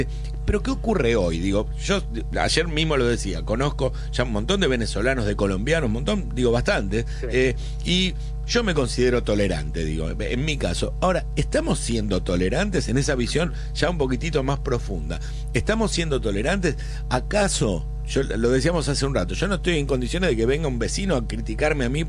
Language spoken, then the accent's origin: Spanish; Argentina; de cómo somos los argentinos.